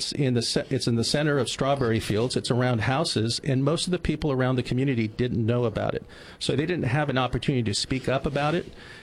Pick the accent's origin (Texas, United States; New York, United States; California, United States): California, United States; Oceano; I'm a guy that was born and raised in Oceano, grew up in a small business, Old Juan's Cantina.